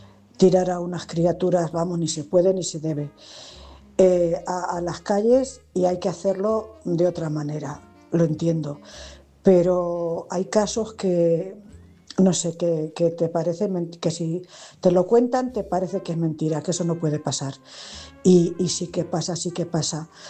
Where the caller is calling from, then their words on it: Cuenca, Castilla-La Mancha, Spain; de Cuenca.